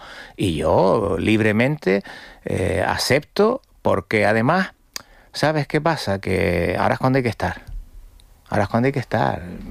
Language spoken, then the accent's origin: Spanish; Las Palmas de Gran Canaria, Canary Islands, Spain; born there; para los que venimos del barrio de Cruz de Piedra ahí enfrente